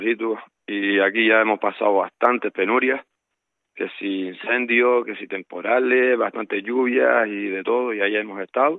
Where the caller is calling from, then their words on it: Vega de San Mateo, Canary Islands, Spain; sigo siendo voluntario aquí en mi pueblo, que es La Vega San Mateo